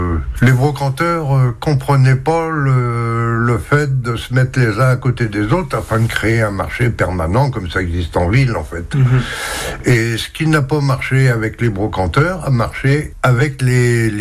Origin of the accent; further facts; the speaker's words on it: Saint-Malo, Brittany, France; j'ai grandi à Saint-Malo